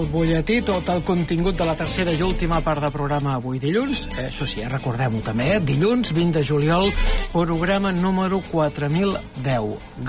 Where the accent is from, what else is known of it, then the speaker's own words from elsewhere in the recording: Cubelles, Catalonia, Spain; jo de petit a Cubelles es feia